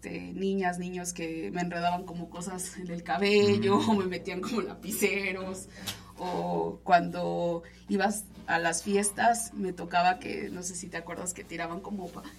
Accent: Villa Oluta, Veracruz, Mexico; moved away as an adult; now in Puebla, Mexico; hace 10 años, que fue justo cuando llegué a vivir a Puebla. Yo soy originaria del municipio de Villa Oluta, Veracruz

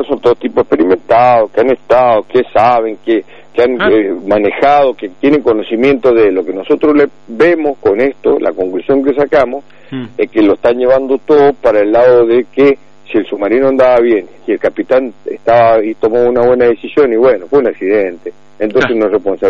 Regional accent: Mendoza, Argentina; nosotros nacimos en Albino, uh-huh. nos criamos ahí

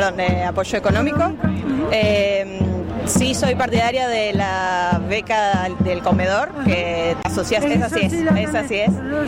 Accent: Tierra del Fuego, Argentina; Somos de Tierra del Fuego, entonces la educación pública es la que nos dio la oportunidad de poder formalizar, de formarnos, claro.

